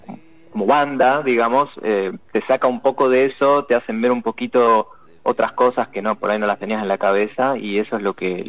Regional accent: Buenos Aires, Argentina; De Capital, somos de Capital Federal.

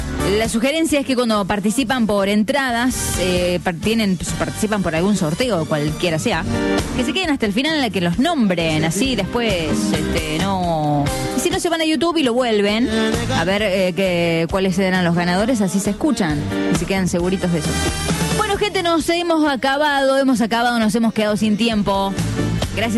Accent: Córdoba, Argentina; Me crié en Barrio Talleres, ahí a 4 cuadras del Deportivo, sobre las Malvinas, Avenida Las Malvinas. Vivía ahí toda mi vida.

